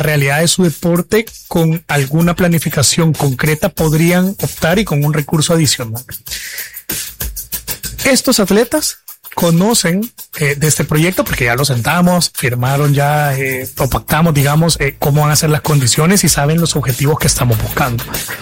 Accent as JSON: {"language": "Spanish", "country": "El Salvador"}